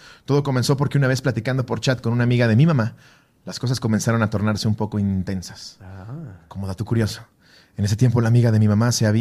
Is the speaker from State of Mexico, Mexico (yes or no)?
yes; San Mateo Toltepec, State of Mexico, Mexico; Cabe recalcar que soy del Estado de México, de un pequeño pueblito llamado San Mateo Toltepec. Saludos hasta San Mateo Toltepec, donde seguro nada más hay un Coppel y un Oxxo.